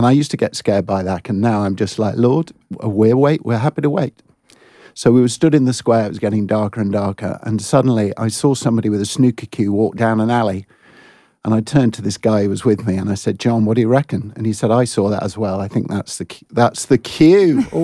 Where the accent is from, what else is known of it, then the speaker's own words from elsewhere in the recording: Blackburn, North West England, United Kingdom; now in Edenbridge, United Kingdom; I'm from Blackburn